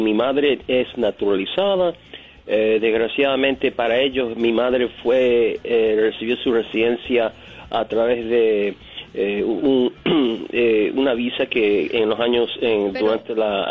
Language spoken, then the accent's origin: Spanish; New York, United States; born there; Yo soy nacido aquí, nacido en un hospital municipal en la ciudad de Nueva York